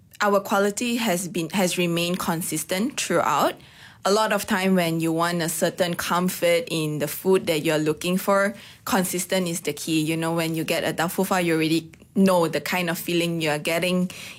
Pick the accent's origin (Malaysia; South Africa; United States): Malaysia; Ipoh, Perak; moved away as an adult; now in Kuala Lumpur, Malaysia; because we are from Ipoh